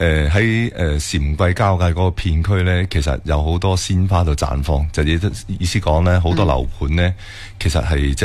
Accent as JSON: {"language": "Cantonese", "region": "Guangdong", "country": "China", "said": "我哋广东人"}